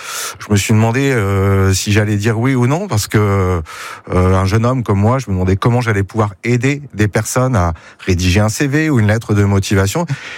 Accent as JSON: {"language": "French", "region": "Pays de la Loire", "country": "France", "tie": "born or raised there", "moved": "yes", "said": "Je suis originaire des Pays de la Loire"}